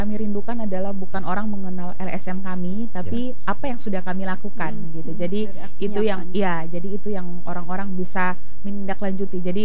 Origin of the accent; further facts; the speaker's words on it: Alor, East Nusa Tenggara, Indonesia; kami anak asli Alor